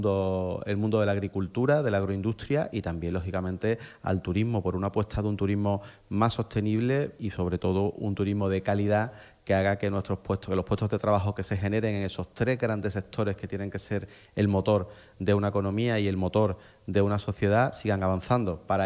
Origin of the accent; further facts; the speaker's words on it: Cádiz, Andalusia, Spain; Yo soy gaditano